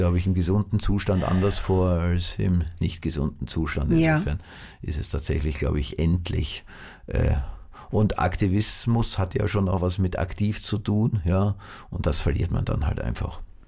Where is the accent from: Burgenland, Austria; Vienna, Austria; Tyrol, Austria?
Vienna, Austria; ich bin im zweiten Bezirk in Wien aufgewachsen, das ist der Prater, und das war eine sehr, also wie meine Eltern da hingezogen sind, war das eine sehr runtergekommene Gegend, aber mit sehr viel Grün und aber auch mit sehr viel Baulücken